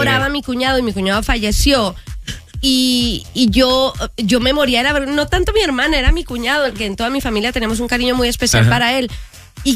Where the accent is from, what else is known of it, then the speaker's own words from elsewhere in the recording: Juárez, Chihuahua, Mexico; Cuidado, que soy de Juárez.